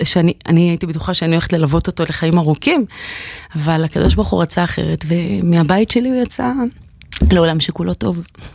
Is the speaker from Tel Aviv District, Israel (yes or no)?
yes; Bat Yam, Tel Aviv District, Israel; אני גדלתי פה בתל אביב, ובגיל 4-5, כן, אחרי זה עברנו לבת ים, לקריה חסידית.